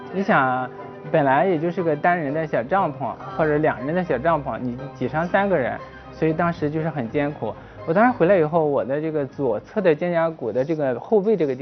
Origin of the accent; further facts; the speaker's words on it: China; 我们中国人